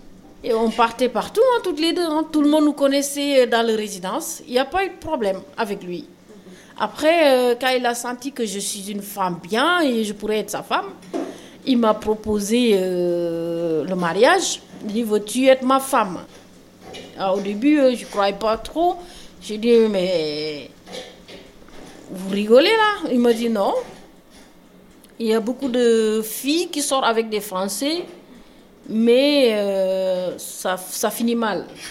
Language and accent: French; Senegal; Et je suis sénégalaise.